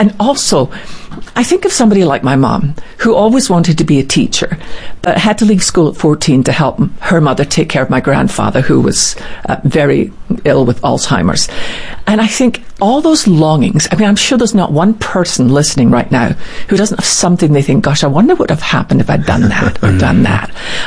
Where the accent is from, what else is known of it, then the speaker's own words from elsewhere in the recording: Scotland, United Kingdom; when I was growing up in Scotland in our little church